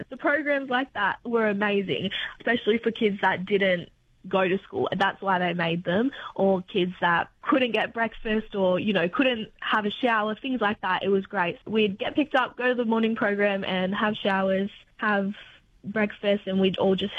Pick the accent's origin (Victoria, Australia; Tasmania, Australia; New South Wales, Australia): New South Wales, Australia; Taree; Taree most of my life.